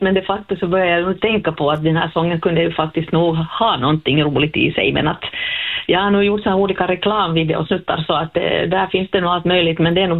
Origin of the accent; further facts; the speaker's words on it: Sweden; first language Swedish; i och med att svenska är mitt modersmål.